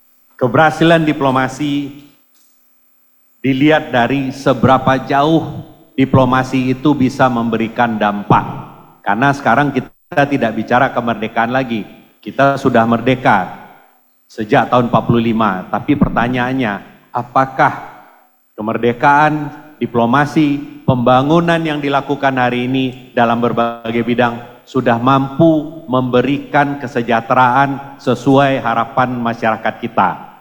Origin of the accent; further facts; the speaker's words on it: Padang, West Sumatra, Indonesia; moved away; dari kecil sampai kuliah saya di Kota Padang.